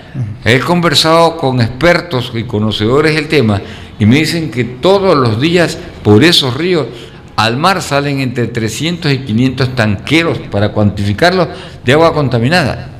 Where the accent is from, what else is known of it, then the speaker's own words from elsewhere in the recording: Calderón, Manabí, Ecuador; Yo me acuerdo que yo soy de Calderón, veníamos a la romería de la Virgen de Monserrate.